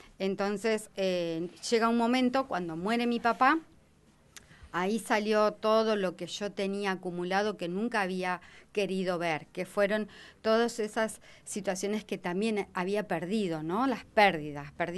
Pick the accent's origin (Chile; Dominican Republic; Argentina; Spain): Argentina; Bahía Blanca, Buenos Aires Province; moved away as an adult; also born or lived in Peru; yo nací en Villa Mitre, mi mamá vive al lado del Club Villa Mitre.